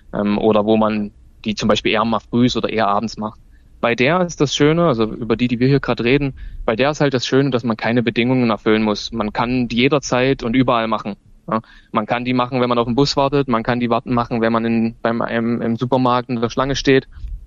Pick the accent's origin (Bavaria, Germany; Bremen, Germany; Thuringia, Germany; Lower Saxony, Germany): Thuringia, Germany; Erfurt; Ich komme aus Erfurt, genau, habe dann in Leipzig studiert und in Hamburg auch gearbeitet